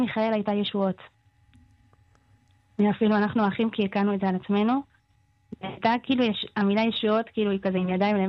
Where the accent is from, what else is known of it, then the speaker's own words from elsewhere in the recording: Northern Israel, Israel; אני גם הייתי בצפון, כי אני צפונית